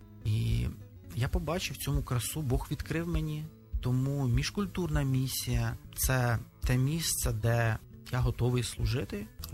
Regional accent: Bila Tserkva, Kyiv Oblast, Ukraine; Я з Білої церкви.

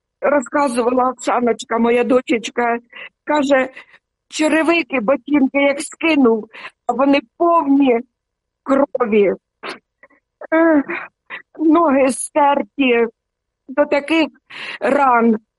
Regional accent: Sumy, Sumy Oblast, Ukraine; born or raised there; now in Denmark

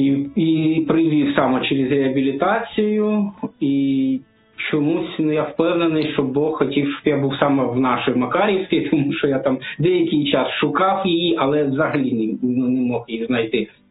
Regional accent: Donetsk, Donetsk Oblast, Ukraine; now in Kyiv, Ukraine; Тобто я сам з Донецьку переїхав в Київ, колишній залежний Алко

